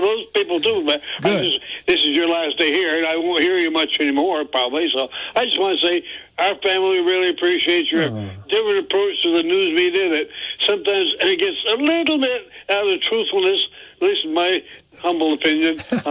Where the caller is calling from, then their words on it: Berlin, Vermont, United States; I live in Berlin with you. I'm on Stewart Road. I'm an old conservative.